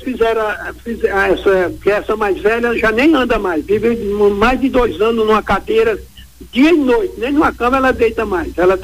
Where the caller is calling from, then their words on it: Tangará da Serra, Mato Grosso, Brazil; Eu falo de Tangará da Serra, Mato Grosso